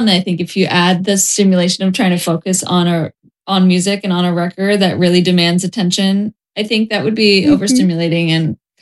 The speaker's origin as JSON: {"language": "English", "area": "Bay Area", "region": "California", "country": "United States", "also_born_or_lived": "New Orleans / Los Angeles", "said": "that's where we're from the Bay Area. And so a lot of times when we write music, it's about the Bay or maybe it's about New Orleans. We also lived there."}